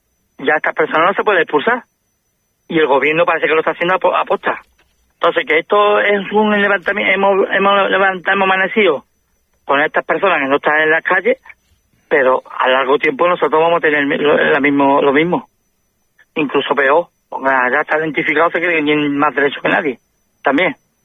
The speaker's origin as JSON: {"language": "Spanish", "region": "Ceuta", "country": "Spain", "tie": "born or raised there", "said": "nosotros somos hijos de Ceuta, españoles, caballas de pura cepa, tengamos cada uno la religión que tengamos"}